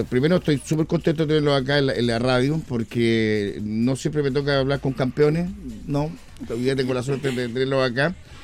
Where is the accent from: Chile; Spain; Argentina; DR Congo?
Chile; ¿Y qué nos identifica como chilenos?